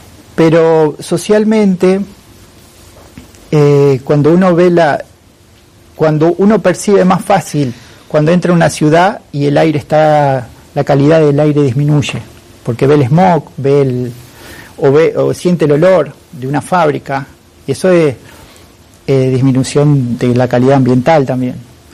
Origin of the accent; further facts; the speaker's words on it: Esperanza, Santa Fe, Argentina; Claro, a ver, yo vengo de Esperanza, la primera colonia agrícola, 1856, sí.